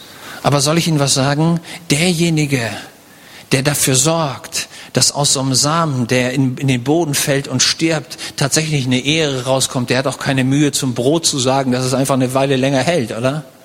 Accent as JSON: {"language": "German", "country": "Germany", "said": "Ich komme aus Deutschland"}